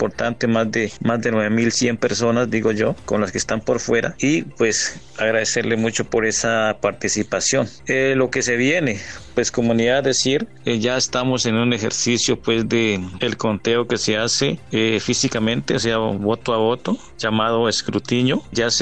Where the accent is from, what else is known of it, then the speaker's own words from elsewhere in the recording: Colombia; somos colombianos